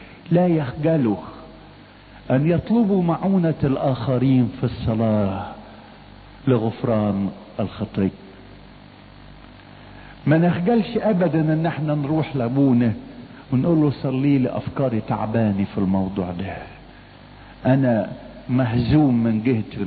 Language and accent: Arabic; Giza Governorate, Egypt